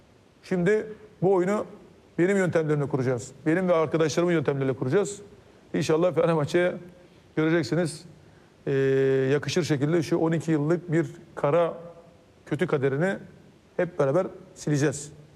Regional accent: Istanbul, Turkey; born there; Kasımpaşa'nın esnaf çocuğu olarak

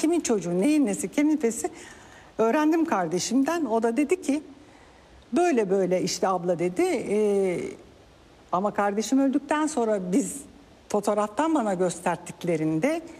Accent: Black Sea Region, Turkey; çocuklarım da biz, evet, Karadenizli olduğumuz için, evet, onların tip itibariyle vücut yapıları birebir aynı.

